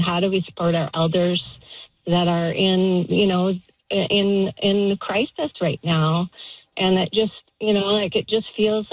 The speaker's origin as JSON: {"language": "English", "region": "British Columbia", "country": "Canada", "tie": "born or raised there", "said": "And, you know, I grew up in the Okanagan. I don't live there anymore, but you know, I was a tree planter early on."}